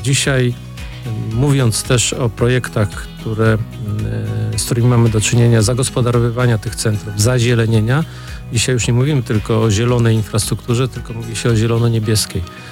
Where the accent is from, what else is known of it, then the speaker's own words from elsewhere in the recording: West Pomeranian Voivodeship, Poland; now in Szczecin, Poland; nie jestem rodowitym szczecinianinem, bo pochodzę z rubieży wschodnich naszego województwa, czyli z Karwina